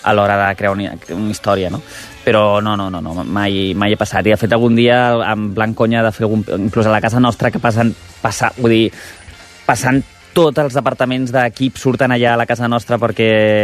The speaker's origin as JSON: {"language": "Catalan", "town": "Barcelona", "region": "Catalonia", "country": "Spain", "tie": "born or raised there"}